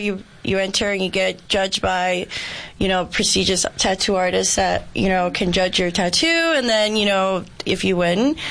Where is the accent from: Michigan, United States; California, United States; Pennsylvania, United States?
California, United States; Los Angeles; moved away; I'm originally from California.